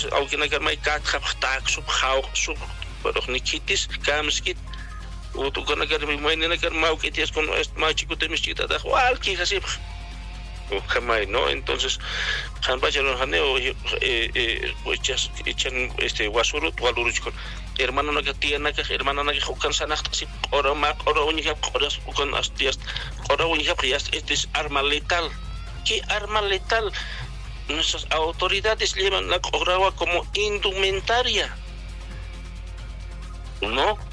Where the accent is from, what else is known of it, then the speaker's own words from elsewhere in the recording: La Paz, Bolivia; Tenemos nosotros como bolivianos derechos y deberes.